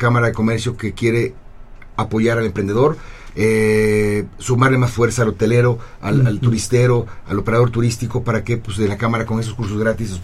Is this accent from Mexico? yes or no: yes; Zacapoaxtla, Puebla, Mexico; gente de Zacapuazcla, mi tierra querida